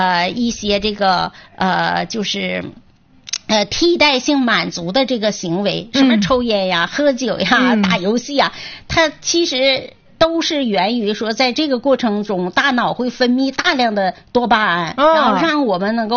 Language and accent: Chinese; China; 我们中国人